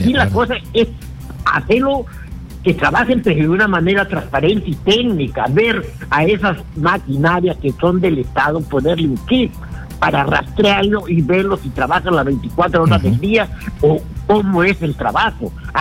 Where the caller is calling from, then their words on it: Trujillo, La Libertad, Peru; te saludo de Trujillo